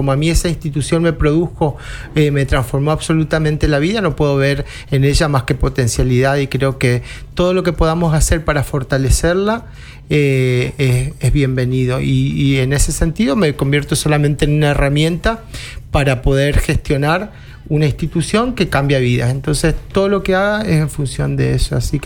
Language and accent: Spanish; Villa Ángela, Chaco, Argentina; moved away as an adult; ingresé hace 31 años desde mi pueblo, desde Villa Ángela